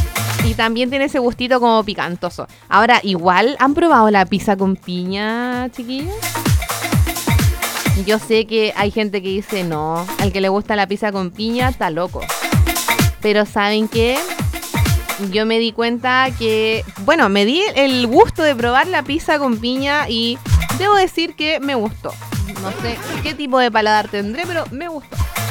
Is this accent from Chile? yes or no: yes; Chile